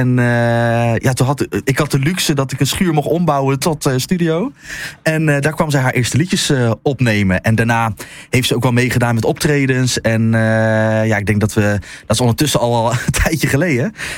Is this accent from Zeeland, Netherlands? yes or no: yes; Zeeland, Netherlands; We komen uit Zeeland